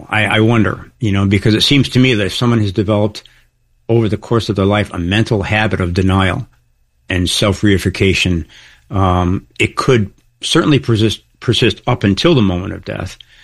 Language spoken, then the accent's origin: English; Chicago, Illinois, United States; I mean, I grew up in Chicago, and it was a very close connection between sincerity and humor.